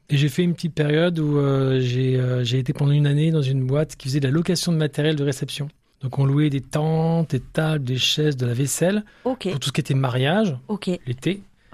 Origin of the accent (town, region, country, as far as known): Aix-en-Provence, Provence-Alpes-Côte d'Azur, France; born or raised there; also born or lived in Lille; now in Niort, France